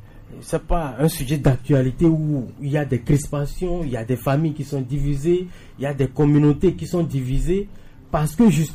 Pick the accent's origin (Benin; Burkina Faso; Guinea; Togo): Togo; vous et moi, nous sommes Togolais. On vit au Togo